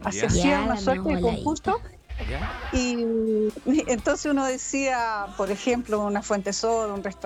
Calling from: Quilpué, Valparaíso, Chile; de Quilpué.

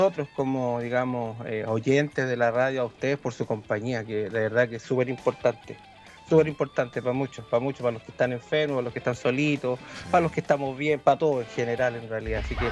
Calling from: Viña del Mar, Valparaíso, Chile; De Forestal.

